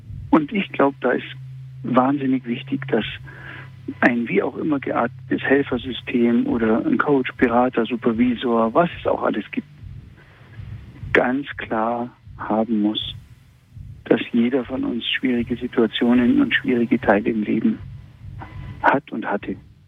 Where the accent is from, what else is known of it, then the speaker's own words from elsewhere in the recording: Augsburg, Bavaria, Germany; also born or lived in Hamburg; weil ich war als Augsburger 5 Jahre auch in der Nähe von Hamburg und da lernt man nicht Schafkopf, sondern Skat